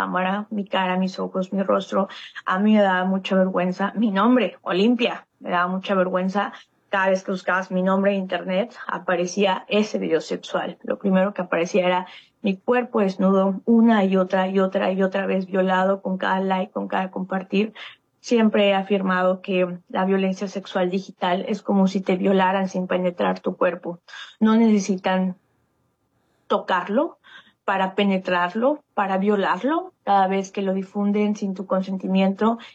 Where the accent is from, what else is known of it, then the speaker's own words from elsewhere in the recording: Huauchinango, Puebla, Mexico; yo soy originaria de la Sierra Norte de Puebla, de Huauchinango, Puebla. Ahí nací, ahí crecí, ahí vive mi familia.